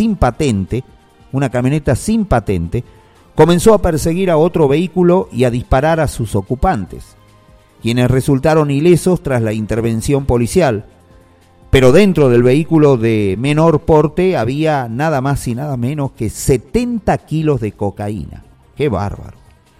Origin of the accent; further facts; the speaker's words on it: Ecuador; Soy ecuatoriano hasta la médula